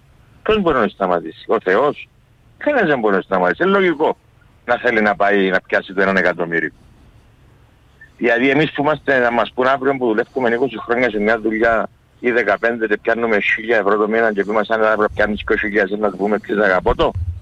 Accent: Frenaros, Famagusta District, Cyprus; Φρέναρος.

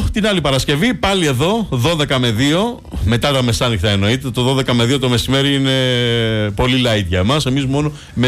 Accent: Crete, Greece; κοπέλια και κοπελιές, γιατί είμαστε και από την Κρήτη.

